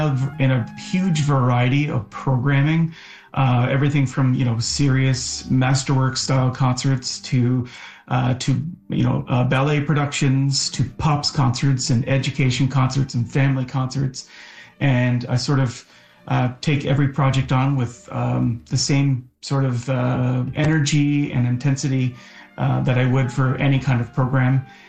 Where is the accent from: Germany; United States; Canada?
Canada; Nova Scotia; and I was growing up in Nova Scotia in Cape Breton, and I had joined the Nova Scotia Youth Orchestra at age 15